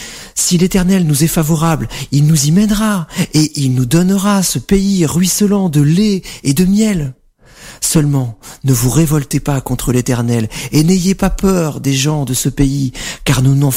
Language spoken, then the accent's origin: French; France; En tant que Français